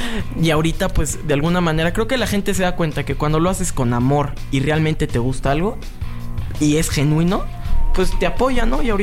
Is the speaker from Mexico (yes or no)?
yes; Mexico; nosotros como mexicanos cantemos música en español